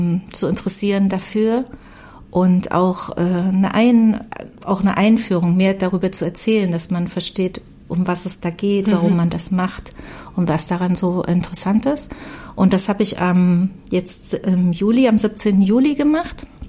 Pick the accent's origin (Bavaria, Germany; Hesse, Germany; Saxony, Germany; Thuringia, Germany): Thuringia, Germany; Weimar; moved away; Ich komme ja aus Weimar